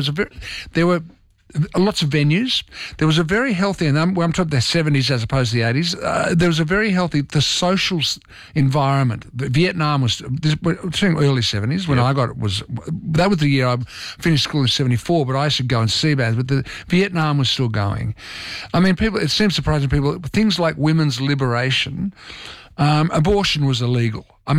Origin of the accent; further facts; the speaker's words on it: Lagos, Nigeria; born there; Yes, you are right. I was born in Lagos, Nigeria.